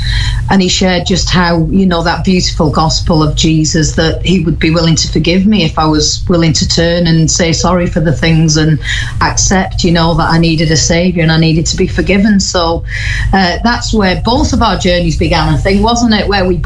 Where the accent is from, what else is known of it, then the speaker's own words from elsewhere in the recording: Wales, United Kingdom; also born or lived in Blackpool; I grew up in Wales. I was born in Blackpool, but I actually grew up in Wales. That's where my dad was from.